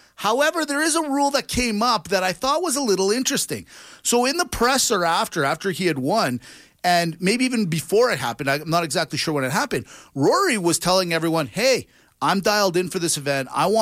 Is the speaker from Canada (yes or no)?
yes; Canada; we might be two Greek guys, but we're proudly Canadian.